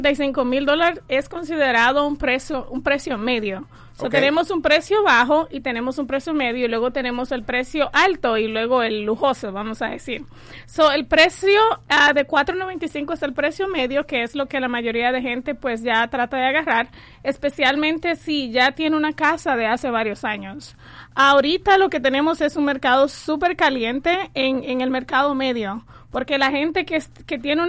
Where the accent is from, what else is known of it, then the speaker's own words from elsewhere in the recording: Dominican Republic; moved away as an adult; now in United States; Sí, soy de la República Dominicana, allá nací, me crié. Llegué aquí a los Estados Unidos cuando tenía 23 años, entonces okay. Estoy acostumbrada a lo tropical.